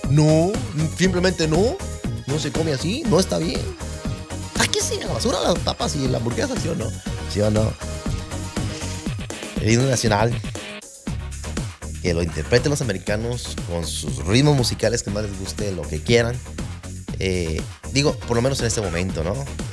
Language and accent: Spanish; Mexico; Yo soy mexicano y yo amo mi mariachi